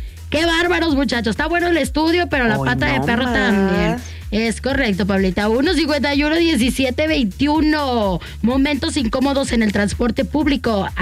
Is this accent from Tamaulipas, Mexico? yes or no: yes; Altamira, Tamaulipas, Mexico; con toda la gente de Altamira. Yo soy de Altamira.